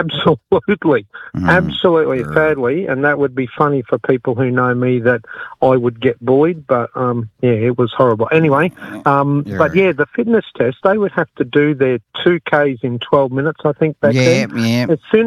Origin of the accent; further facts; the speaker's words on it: Queensland, Australia; But look, we've got a great lifestyle up here. It's easygoing. Generally, people are pretty damn good people.